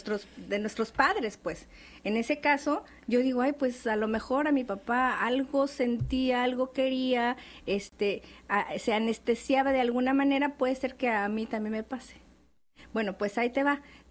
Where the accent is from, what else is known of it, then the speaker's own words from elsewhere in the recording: Mexico City, Mexico; Soy del centro del país, de Ciudad de México.